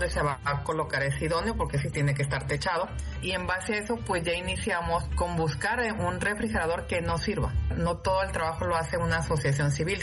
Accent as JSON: {"language": "Spanish", "town": "Guasave", "region": "Sinaloa", "country": "Mexico", "tie": "born or raised there", "said": "Yo soy de Guasave, Sinaloa, y yo siempre quise hacer algo allá en mi pueblo, como digo yo."}